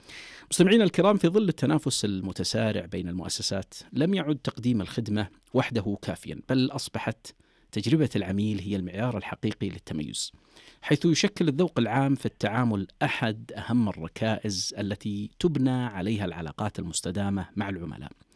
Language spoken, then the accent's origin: Arabic; Saudi Arabia